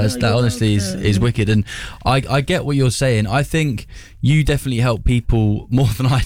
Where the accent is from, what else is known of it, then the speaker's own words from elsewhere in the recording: Bedford, East of England, United Kingdom; I grew up in Bedford